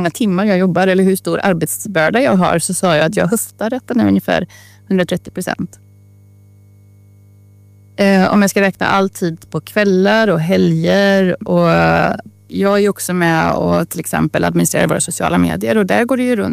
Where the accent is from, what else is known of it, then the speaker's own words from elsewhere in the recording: Trollhättan, Västra Götaland County, Sweden; När jag växte upp i Trollhättan så skrev man i TTELA på ett helt annat sätt om lokalpolitiken.